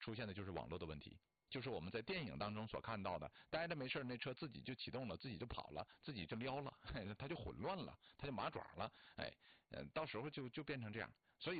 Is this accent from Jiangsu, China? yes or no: no; Yushu, Jilin, China; moved away; 舒兰离我的老家也很近，小的时候去舒兰也比较多，从我们榆树去舒兰的那条路啊特别不好走